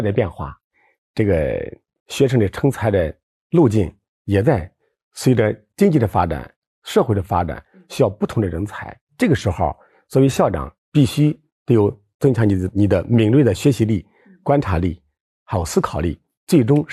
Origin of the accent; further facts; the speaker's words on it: Fuping, Hebei, China; 因为农村长大，我老家是太行山深处的抚平县，那会儿农村的孩子那都是跑着玩爬山，这都很正常。然后上了初中也喜欢中长跑，到保定上学以后也是长跑万米嘛啊